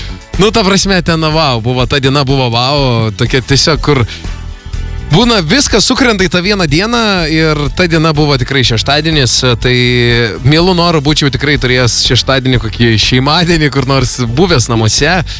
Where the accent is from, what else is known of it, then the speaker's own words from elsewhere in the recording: Klaipėda, Klaipėda County, Lithuania; Bet žinai kas, vat man kaip tik, kaip klaipėdiečiai, buvo labai pikta.